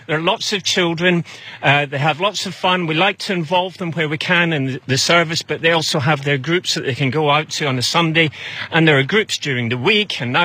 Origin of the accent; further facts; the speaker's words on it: Scotland, United Kingdom; moved away; I grew up in Scotland. Some of you may have gathered that from my accent.